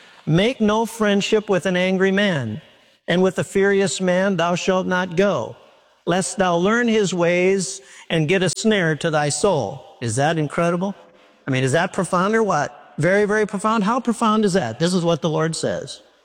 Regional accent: Minneapolis, Minnesota, United States; born or raised there

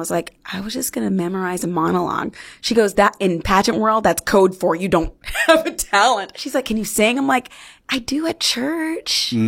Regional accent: Fresno, California, United States; My hometown hero … she has 6 Tonys, and she's from Fresno, California.

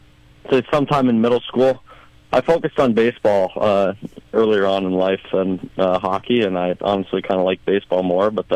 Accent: Sioux Falls, South Dakota, United States; it kind of meant more coming back to Sioux Falls, playing in the Clark Cup Final against USHL team in my home state

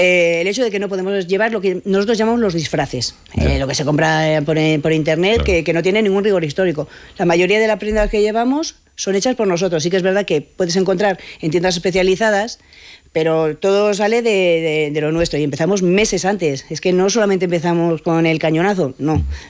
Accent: Logroño, La Rioja, Spain

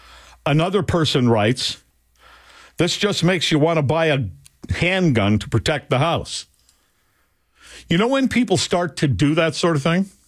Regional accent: Canada; moved away as an adult; also born or lived in United States; I grew up in Canada. I went to the United States and worked there, got into talk radio, and then came back here in 2010.

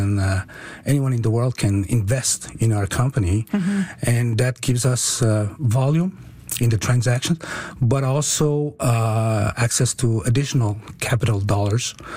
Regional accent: Newfoundland and Labrador, Canada; born there; I was born off the land in Labrador, and I'm very proud of it, and I still call myself a Labradorian, a proud Labradorian.

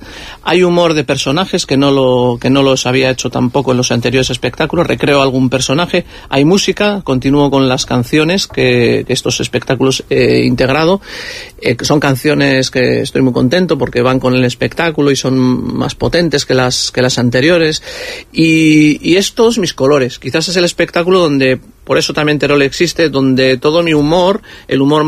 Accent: San Sebastián, Basque Country, Spain; yo creo que soy un chico de Donosti vasco, de nuestra cultura, y al final siempre me puedo apoyar ahí. O sea, ante la duda yo puedo hablar de nuestras locuras de Donosti, de ser guipuzcoano, de lo diferente que es ser de Bilbao y ser de Donosti

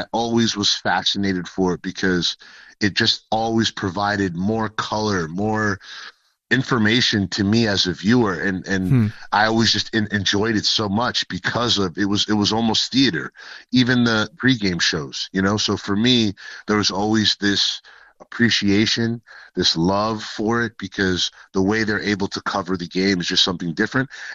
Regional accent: Florida, United States; Obviously, I grew up playing in South Florida, so Miami, Homestead, all these areas, Kendall, where it was heavy Spanish speaking.

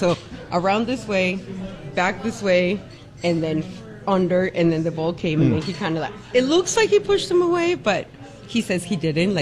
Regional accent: Toppenish, Washington, United States; From Toppenish, Washington.

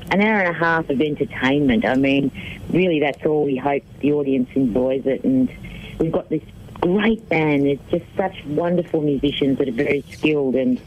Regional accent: Australia; we're Australian.

